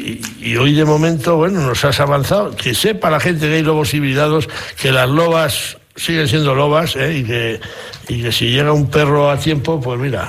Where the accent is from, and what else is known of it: Zamora, Castile and León, Spain